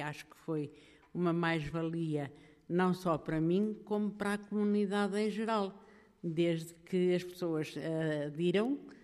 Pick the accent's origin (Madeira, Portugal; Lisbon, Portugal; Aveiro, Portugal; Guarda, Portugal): Guarda, Portugal; Miuzela do Côa; now in Fundão, Portugal; Sou natural do Conselho de Almeida, da Freguesia de Miozela do Coa. E estou no Fundão há 51 anos.